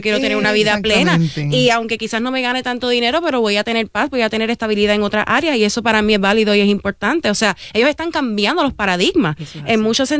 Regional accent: Puerto Rico; nosotros como personas isleñas, como puertorriqueños o personas que vivimos aquí en Puerto Rico

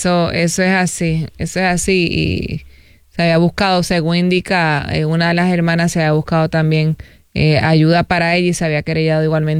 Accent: south, Puerto Rico; also born or lived in Guayama; Guayama, de donde yo estudié y del área sur de donde soy yo, también un pueblo muy hermoso

